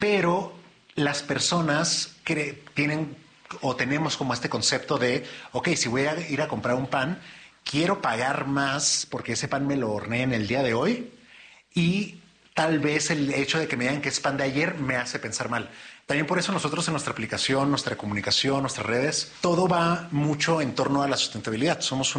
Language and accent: Spanish; Mexico